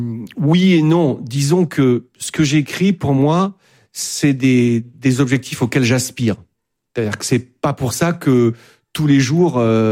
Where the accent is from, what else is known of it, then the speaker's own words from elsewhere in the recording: Landes, Nouvelle-Aquitaine, France; moved away; also born or lived in Paris; là où j'ai grandi, de cette région que j'aime infiniment